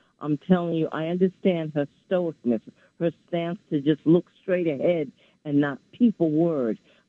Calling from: New York City, New York, United States; I'm calling from New York City.

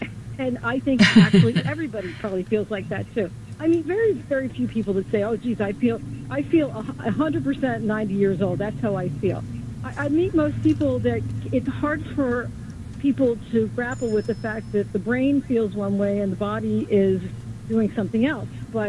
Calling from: New York City, New York, United States; I live in East Harlem.

